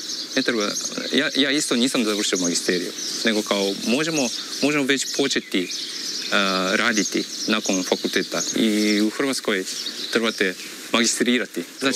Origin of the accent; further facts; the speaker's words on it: Japan; Croatian is a second language; moved away as an adult; now in Croatia; mi jako čuvamo kulturu. Tako da mi imamo visoku tehnologiju, mi imamo kao dobru ekonomiju, općenito, ali kao uvijek čuvajući kulturu.